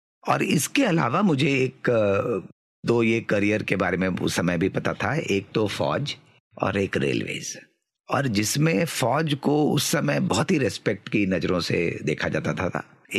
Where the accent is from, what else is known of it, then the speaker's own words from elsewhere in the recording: Muzaffarpur, Bihar, India; moved away as an adult; now in Nashik, India; करीब 8-10 साल से हमारा बेस नासिक में ही है, तो आप अभी मुझे नासिक का भी कह सकते हैं, लेकिन मेरा जन्म बिहार के एक शहर मुजफ्फरपुर में हुआ, और शुरुआती की पढ़ाई मैंने वहीं करी, पेरेंट्स भी मेरे वहीं पे थे।